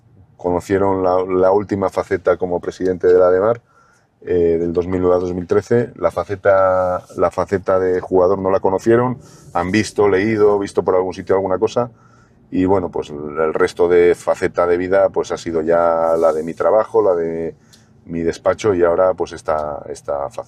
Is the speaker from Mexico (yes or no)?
yes; Mexico; now in León, Spain; Cuando nos vinimos de México, ¿sí? Mi primera casa fue ahí.